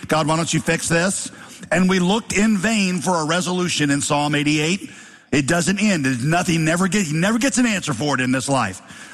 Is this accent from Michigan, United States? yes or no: no; Winston-Salem, North Carolina, United States; Now, some of you might know, I grew up in Winston-Salem. That was my home city. The time I was two, went to college, Winston-Salem.